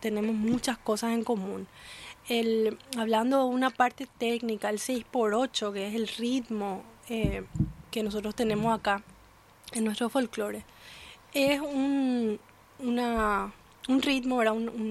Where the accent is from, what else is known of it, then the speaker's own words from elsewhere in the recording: Asunción, Paraguay; born there; Yo soy asuncena, o sea, yo nací en Asunción, pero mi mamá y toda mi familia, aparte de mi mamá, son de Altos, ¿verdad? Específicamente de Itabasa.